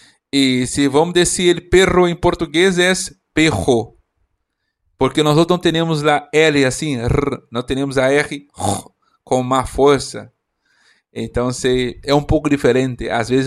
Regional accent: Brazil; nós que somos brasileiros

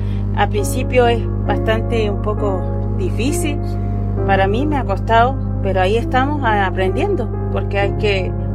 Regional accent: San Pablo, Los Lagos, Chile; Yo soy igual de San Pablo

